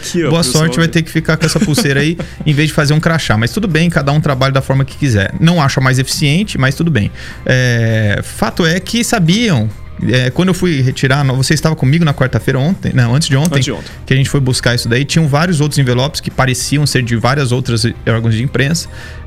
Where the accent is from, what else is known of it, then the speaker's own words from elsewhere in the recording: São João da Boa Vista, São Paulo, Brazil; eu falo como cidadão sanjoanense.